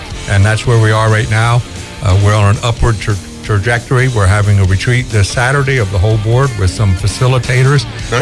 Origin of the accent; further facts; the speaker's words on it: Pocomoke, Maryland, United States; also born or lived in New York; Well, the backstory is I grew up in Pocomoke, and then I went away to New York for about 50 years, and then I came back to Worcester County, where I belong.